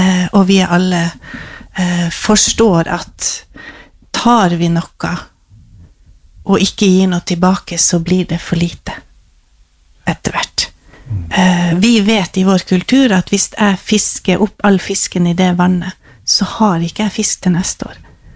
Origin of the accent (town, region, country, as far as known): Finnmark, Norway